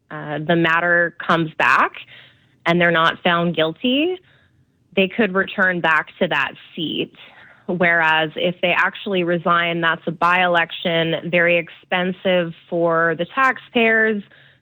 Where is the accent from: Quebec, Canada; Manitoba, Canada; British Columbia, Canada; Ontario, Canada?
British Columbia, Canada; Penticton; my hometown, Penticton